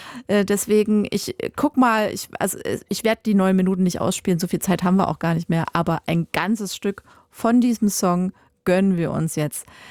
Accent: East Germany, Germany; Also ich bin ja Ostdeutsche und mich betrifft das schon sehr, dieses Wahlergebnis in Sachsen-Anhalt.

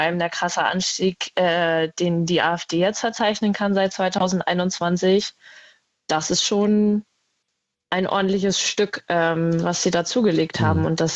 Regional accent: Mecklenburg-Vorpommern, Germany; Aber natürlich müssen wir auch einfach drüber reden, dass es bei uns in Mecklenburg, gerade in Nordwestmecklenburg, auch einfach zu wenig Hochschulen und Universitäten gibt.

